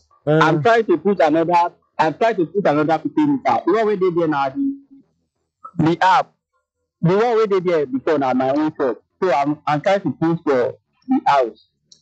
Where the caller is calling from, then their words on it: Abuja, Federal Capital Territory, Nigeria; I'm from Sweden, Abuja.